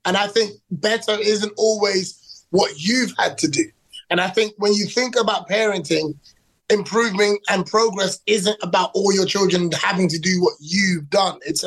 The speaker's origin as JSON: {"language": "English", "region": "London", "country": "United Kingdom", "tie": "born there", "said": "My parents are Ghanaian. I was born in London. I was actually in foster care from 5 to about 16, I think, and raised by Caribbean parents."}